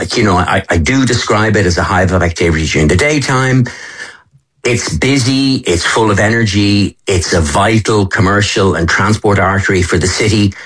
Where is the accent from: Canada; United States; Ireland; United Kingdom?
Ireland; Dublin, Leinster; I'm in town 5 days a week. I'm from Dublin. I live in Dublin. I walk O'Connell Street all the time.